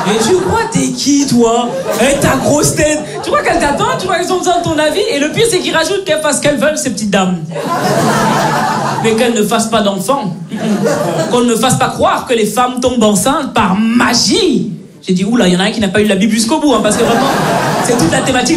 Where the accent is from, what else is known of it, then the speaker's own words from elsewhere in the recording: Belgium; Moi, je suis née et j'ai grandi en Belgique. Mes parents sont nés, ils ont grandi au Cameroun.